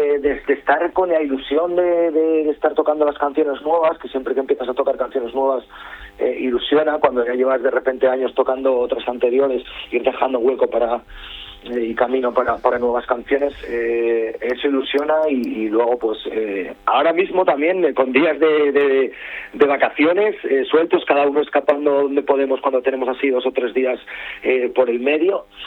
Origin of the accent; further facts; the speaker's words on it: Asturias, Spain; al final somos asturianos y los sitios así nos encantan